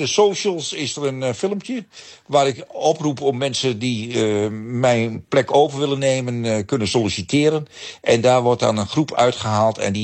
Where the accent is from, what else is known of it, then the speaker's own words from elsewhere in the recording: Gelderland, Netherlands; En ik was vroeger als discjockey geweest in de Achterhoek, onder andere, waar ik vandaan kom.